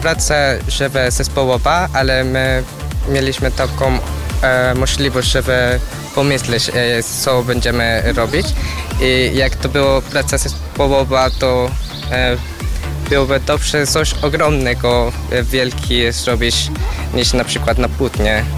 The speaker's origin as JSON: {"language": "Polish", "country": "Colombia", "second_language": "Polish", "moved": "yes", "lives_now": "Wrocław, Poland", "said": "ja jestem z Kolumbii"}